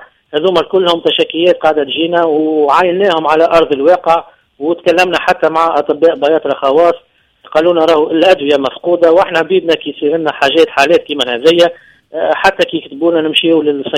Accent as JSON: {"language": "Arabic", "country": "Tunisia", "said": "القطيع نتاعنا في تونس."}